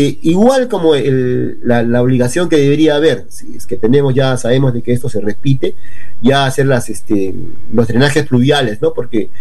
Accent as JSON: {"language": "Spanish", "region": "Tacna", "country": "Peru", "said": "Quienes somos de Tacna o viven en Tacna muchos años"}